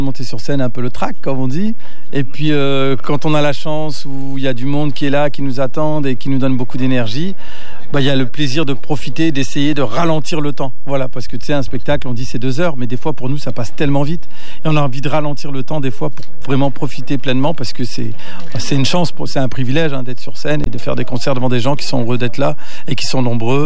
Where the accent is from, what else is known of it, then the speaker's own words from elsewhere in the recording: Roubaix, Hauts-de-France, France; Parce que moi je suis né, j'ai grandi à Roubaix. Donc Roubaix, c'est une ville industrielle, une ancienne ville industrielle, qui a connu la crise industrielle dans les années 70, qui est devenue une ville très très pauvre, avec beaucoup de précarité, avec beaucoup de problèmes